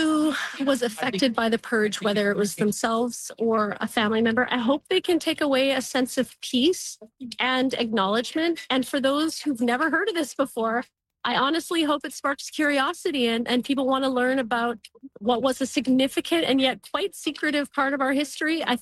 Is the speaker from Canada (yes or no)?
yes; British Columbia, Canada; as a British Columbian